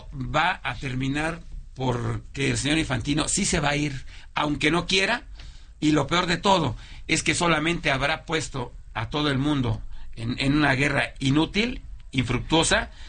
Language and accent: Spanish; Mexico